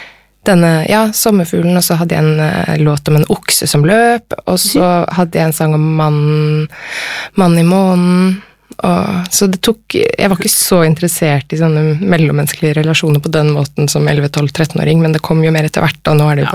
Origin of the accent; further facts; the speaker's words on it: Nordland, Norway; born there; Jeg født i Vesterålen, i Nordland, og ja. Så flyttet vi sørover, så jeg vokste opp litt her og